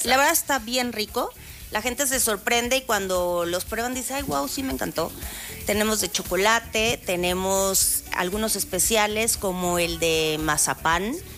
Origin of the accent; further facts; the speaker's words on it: Guadalajara, Jalisco, Mexico; now in Morelia, Mexico; Yo soy de Guadalajara